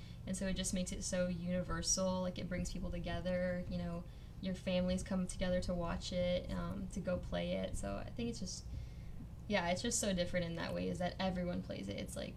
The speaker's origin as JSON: {"language": "English", "region": "New Mexico", "country": "United States", "tie": "born or raised there", "moved": "as an adult", "lives_now": "Long Beach, United States", "said": "growing up in New Mexico, like, I mean, it's very hot, but it also gets cold. There's, like, seasons. Unlike here in Long Beach"}